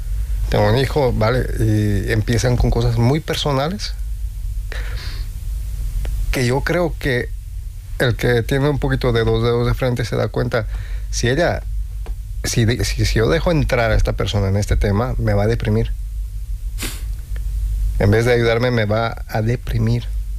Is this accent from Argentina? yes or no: no; Bolivia; now in Spain; Yo soy de Bolivia.